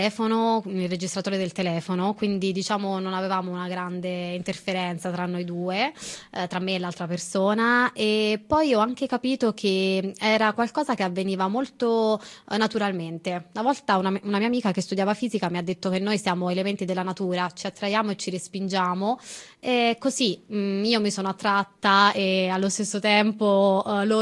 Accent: Calabria, Italy; born there; now in Prato, Italy; Allora, io oggi sono a Firenze, ma abito a Prato, ma sono nata in Calabria

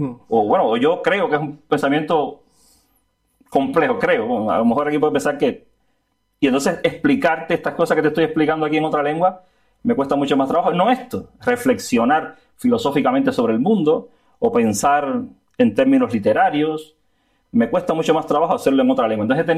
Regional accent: Cuba; now in Spain; los españoles son ustedes, o sea, tú, mi hija, son los españoles, yo soy cubano. Entonces, como yo soy cubano

